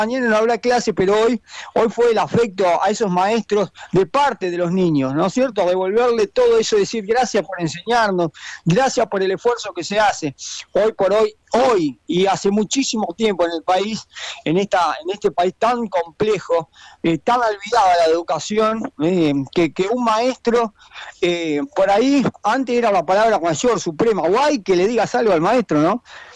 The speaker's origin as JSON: {"language": "Spanish", "country": "Argentina", "said": "nuestra identidad como argentinos"}